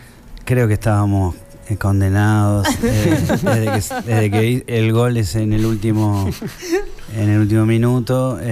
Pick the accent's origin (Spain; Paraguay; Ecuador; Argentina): Argentina; Castelar, Buenos Aires Province; yo soy de Castelar